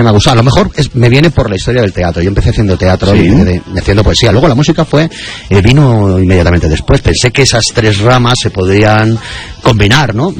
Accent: Benetússer, Valencian Community, Spain; en Benetusa, en mi pueblo. Aquí doy un saludo a todos mis paisanos

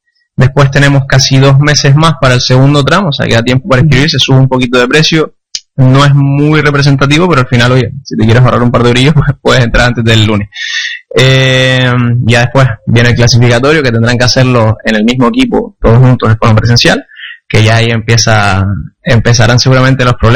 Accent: Canary Islands, Spain; me incluyo como canario

